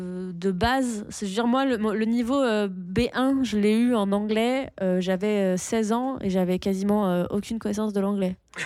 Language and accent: French; France; J'ai un enfant au Canada, je suis française.